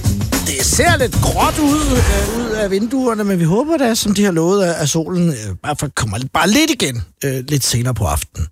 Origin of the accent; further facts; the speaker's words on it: Virum, Capital Region of Denmark, Denmark; derhjemme på Kaplervej 74 i Virum, mit barndomshjem